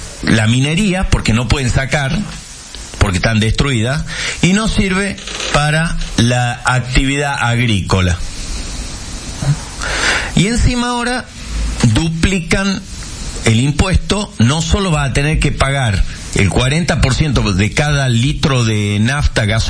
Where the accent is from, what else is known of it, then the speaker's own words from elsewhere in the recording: Salta, Argentina; ¿cuántos somos los argentinos? Los salteños, 3 millones.